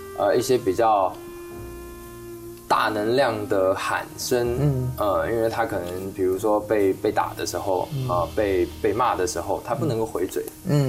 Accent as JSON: {"language": "Chinese", "region": "Taoyuan", "country": "Taiwan", "tie": "born there", "said": "我小时候是见过它是垃圾的状态，然后南崁溪每一天都不同的颜色"}